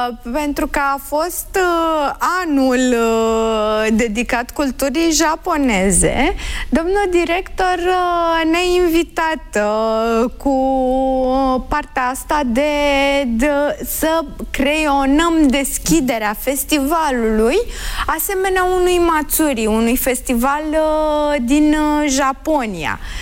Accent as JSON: {"language": "Romanian", "country": "Romania", "said": "Partea care vroia mereu să meargă spre Japonia și partea că sunt româncă."}